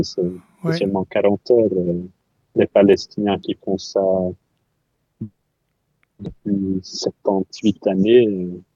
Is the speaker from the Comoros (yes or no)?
no; Ghent, Flanders, Belgium; born there; Il y a dans ma ville où j'habite et où je suis né, à Gand